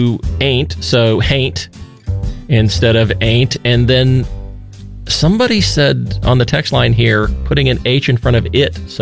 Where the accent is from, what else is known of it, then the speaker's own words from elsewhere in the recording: West Virginia, United States; Well, I grew up in Randolph County, which is middle of the state, I mean, but I guess it has enough of a southern West Virginia influence coming in there, despite the fact that I was not, in fact, a way down south.